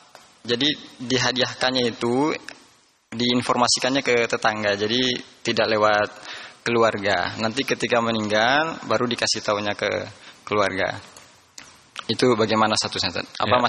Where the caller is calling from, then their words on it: Depok, West Java, Indonesia; saya dari Depok.